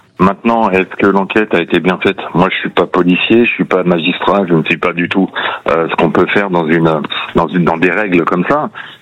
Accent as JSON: {"language": "French", "town": "Courson-les-Carrières", "region": "Bourgogne-Franche-Comté", "country": "France", "said": "Alors, moi, je suis de Courson-les-Carrières, à côté d'Auxerre."}